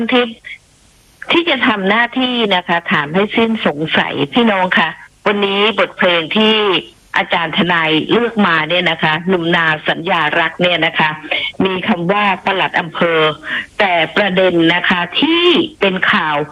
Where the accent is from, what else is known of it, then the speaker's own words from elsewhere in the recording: Phuket, Thailand; ดิฉันเนี่ยคนภูเก็ตโดยกำเนิดนะคะ